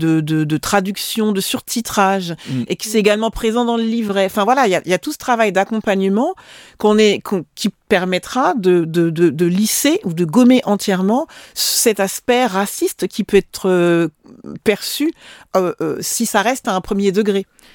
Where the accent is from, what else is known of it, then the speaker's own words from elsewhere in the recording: French Antilles, France; moi je suis originaire des Antilles françaises.